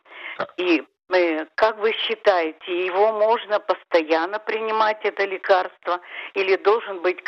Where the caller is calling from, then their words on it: Beersheba, Southern District, Israel; Я звоню вам из Бершевы.